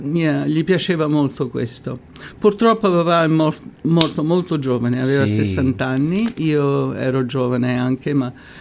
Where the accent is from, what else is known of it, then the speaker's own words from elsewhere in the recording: Ceprano, Lazio, Italy; accent: Cepranese dialect; Sì, mamma, il nostro dialetto cepranese, che è un dialetto un po' strano, ma molto, molto sincero.